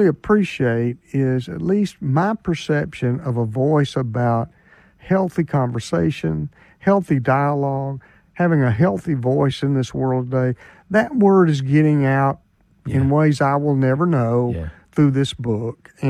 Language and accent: English; Griffin, Georgia, United States; moved away; Going back to my hometown, not too distant down from now, Griffin, Georgia